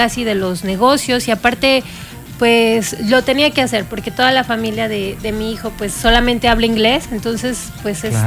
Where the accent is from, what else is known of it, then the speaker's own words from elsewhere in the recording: Celaya, Guanajuato, Mexico; En Celaya, Guanajuato. Yo soy originaria de Celaya.